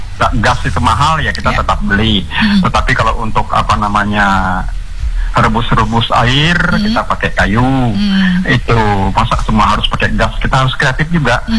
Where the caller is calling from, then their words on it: East Kalimantan, Indonesia; kita warga Kabupaten Kutai Barat